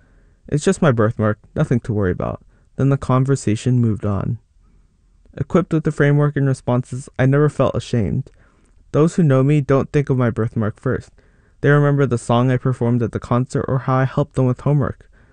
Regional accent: East Bay, California, United States; Growing up in the East Bay, I was easy to recognize.

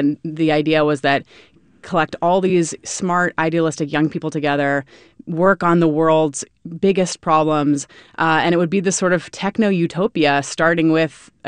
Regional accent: Oakland, California, United States; born or raised there

